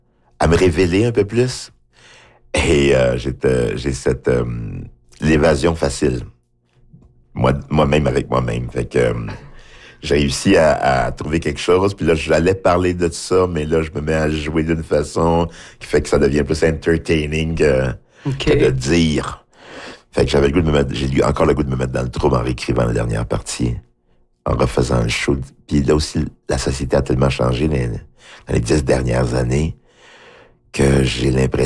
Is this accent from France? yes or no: no; Haiti; Je sais pas, je viens d'Haïti, mais je suis en Haïti, mais qu'est-ce que ça veut dire? C'est quoi? C'est quoi Haïti?